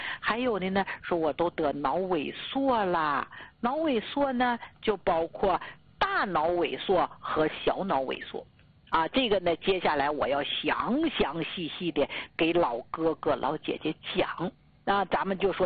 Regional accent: Jilin, China; 你给咱们吉林老家讲课才7年

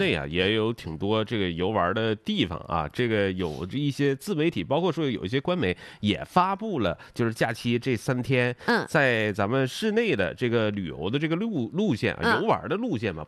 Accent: Liaoyuan, Jilin, China; 咱们土生土长辽源人嘛

